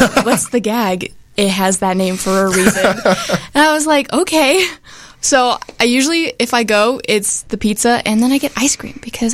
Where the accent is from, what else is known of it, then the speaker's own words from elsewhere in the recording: Asunción, Paraguay; now in Wayne, United States; Asunción, Paraguay.